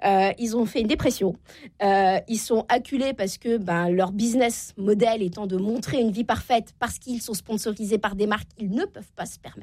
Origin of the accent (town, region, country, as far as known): Normandy, France